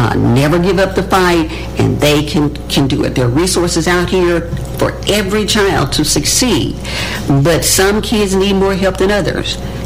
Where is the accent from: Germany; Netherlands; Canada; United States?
United States; Forrest City, Arkansas; Yes, and I grew up in Far East City.